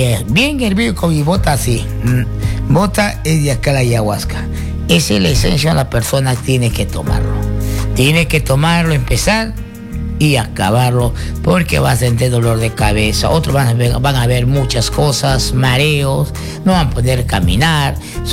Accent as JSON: {"language": "Spanish", "region": "Loreto", "country": "Peru", "tie": "born or raised there", "said": "en mi tierra, en Loreto."}